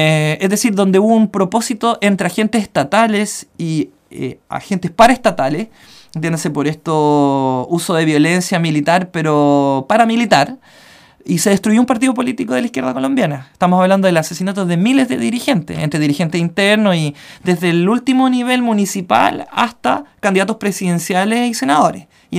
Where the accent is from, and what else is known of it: Chile